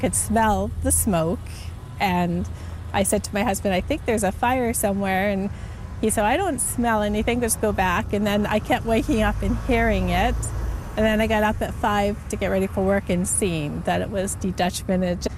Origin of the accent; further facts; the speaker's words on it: Revelstoke, British Columbia, Canada; now in Sicamous, Canada; Growing up in Revelstoke, every time we drove through Sikkimoose, we would stop for ice cream.